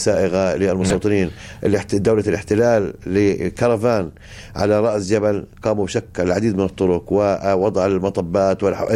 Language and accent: Arabic; Palestine; احنا كفلسطينيين